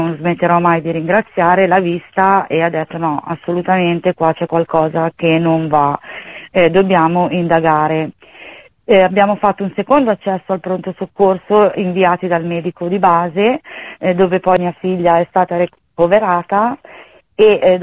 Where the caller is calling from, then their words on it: Desio, Lombardy, Italy; noi siamo di Desio